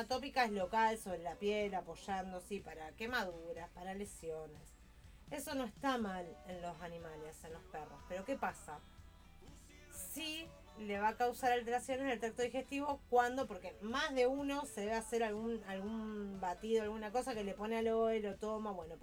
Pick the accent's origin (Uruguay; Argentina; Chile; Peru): Argentina; Santa Fe; yo recuerdan que vengo de Santa Fe.